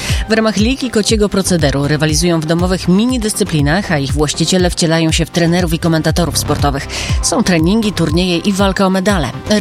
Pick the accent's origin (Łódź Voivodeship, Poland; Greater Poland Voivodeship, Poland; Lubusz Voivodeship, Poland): Greater Poland Voivodeship, Poland; Poznań; Pamiętaj, że jestem z Poznania.